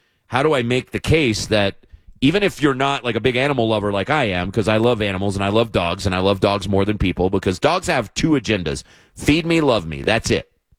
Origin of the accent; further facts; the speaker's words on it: Kentucky, United States; moved away; in my home state of Kentucky